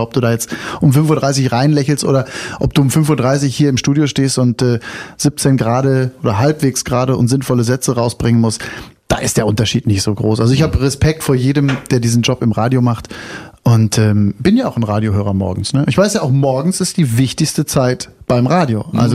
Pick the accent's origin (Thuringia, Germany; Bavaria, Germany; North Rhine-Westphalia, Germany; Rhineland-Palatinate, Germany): North Rhine-Westphalia, Germany; now in Brandenburg, Germany; also gerade ich komme jetzt aus NRW, ne? Und da bin ich groß geworden und wenn dann die Leute sagen, ich sage dann, ich lebe in Brandenburg